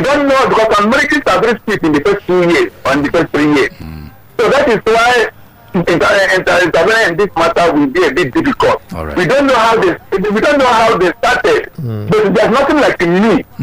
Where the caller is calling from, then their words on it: Anambra, Nigeria; okay, I'm from Anambra State.